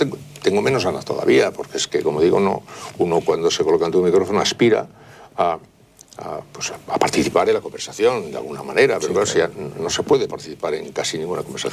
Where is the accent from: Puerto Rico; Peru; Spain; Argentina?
Spain; No, no creo en Dios. Pero no creo en Dios, pero soy español. Quiero decir que no es lo mismo no creer en Dios siendo finlandés que no creer en Dios siendo español.